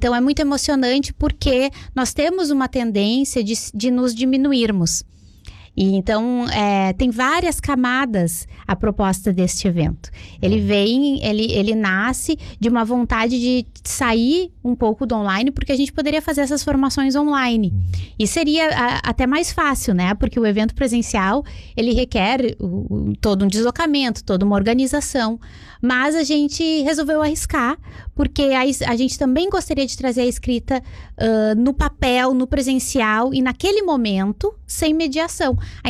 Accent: Restinga Seca, Rio Grande do Sul, Brazil; born there; eu não sou natural de Restinga Seca, mas eu tenho uma relação muito grande com Restinga Seca, né? Porque eu vim morar aqui ainda criança, e quando eu não morava aqui, todas as minhas férias eram na casa da minha avó

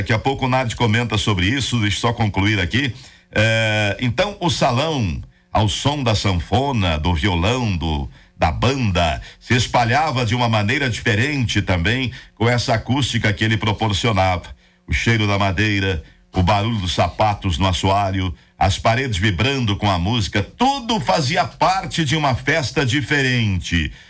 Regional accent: Concórdia, Santa Catarina, Brazil; Aqueles tradicionais do nosso interior de Concórdia

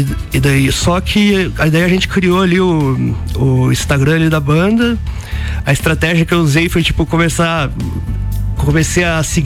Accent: Lages, Santa Catarina, Brazil; Ah, eu fui criado aqui em Lages, hoje eu tenho 28, vou fazer 29, né?

